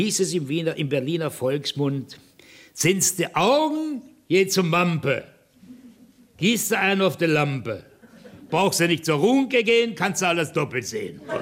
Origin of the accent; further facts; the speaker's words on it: Austria; der Unterschied zwischen Bayern und Österreichern ist, von uns weiß man aller Welt, dass wir falsche Hunde sind.